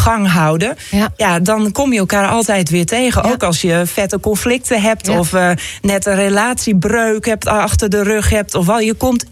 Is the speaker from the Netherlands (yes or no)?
yes; Ameland, Friesland, Netherlands; also born or lived in Dokkum; Ik ben geboren in Dokkum. Ik ben opgegroeid op Ameland.